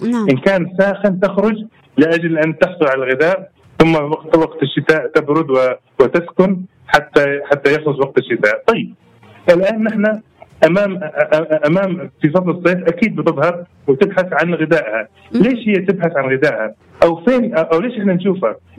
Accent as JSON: {"language": "Arabic", "region": "Aden", "country": "Yemen", "said": "اللي عندنا في عدن دائما تكون لونها رمادي أو رمادي داكن شوية أو رمادي بني."}